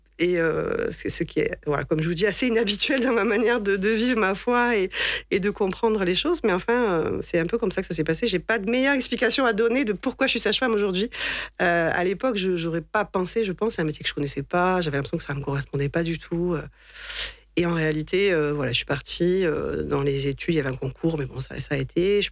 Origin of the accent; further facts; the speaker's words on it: Alès, Occitanie, France; now in Vauvert, France; j'ai grandi à Alès. Mes parents sont l'Église réformée, l'Église protestante unie aujourd'hui. Donc, j'ai grandi dans ce milieu-là.